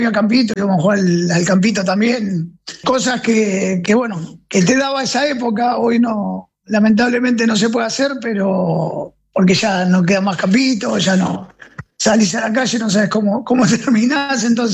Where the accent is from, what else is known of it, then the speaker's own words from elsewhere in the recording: Béccar, Buenos Aires Province, Argentina; De Bécar, yo soy de Bécar.